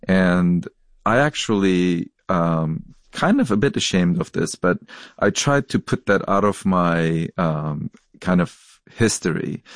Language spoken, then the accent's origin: English; Lebanon; moved away; I grew up in Lebanon. I was literally 8 years old when the civil war started there, so not the most easiest of childhoods.